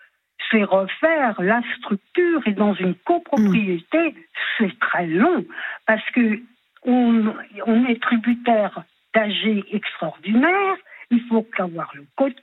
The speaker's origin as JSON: {"language": "French", "country": "Switzerland", "accent": "Swiss", "said": "je parle avec l'accent suisse. Et c'est vrai en plus, parce que j'ai pu me faire chambrer dans ma vie avec ça."}